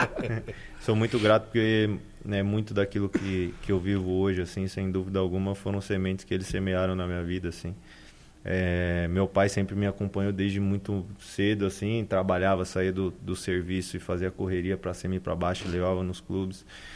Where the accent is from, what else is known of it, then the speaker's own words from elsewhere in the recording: São Bernardo do Campo, São Paulo, Brazil; now in Santo André, Brazil; Sou de São Paulo, né? Na verdade, sou de São Bernardo, nasci em São Bernardo, mas hoje resido em Santo André.